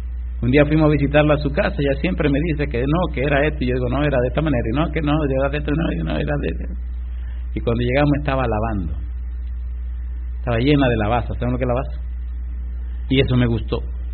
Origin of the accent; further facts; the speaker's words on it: Dominican Republic; en un lugar en mi país, en el ensanche Quisqueya